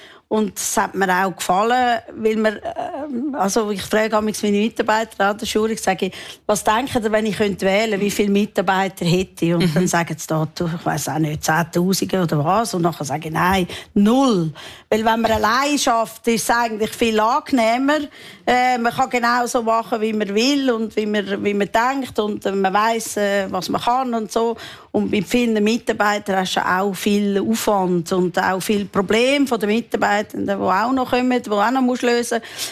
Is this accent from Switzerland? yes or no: yes; Switzerland; Ich bin Schweizerin. Ich kenne sehr viele Länder sehr gut